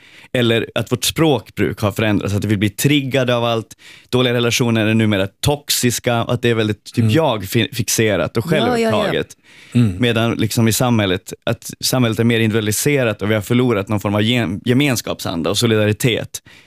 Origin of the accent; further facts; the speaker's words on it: Sweden; precis som i mitt hemland Sverige, så finns det en förväntan på att man ska klara sig själv i stor utsträckning.